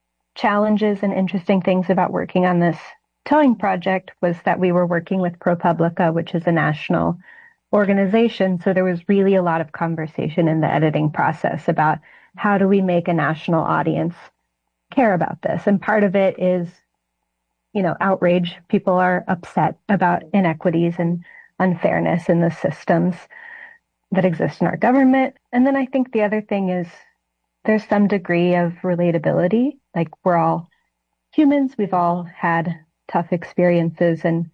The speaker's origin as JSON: {"language": "English", "region": "Arkansas", "country": "United States", "tie": "born or raised there", "moved": "as an adult", "lives_now": "Connecticut, United States", "said": "growing up in Arkansas, growing up reading the Democrat Gazette"}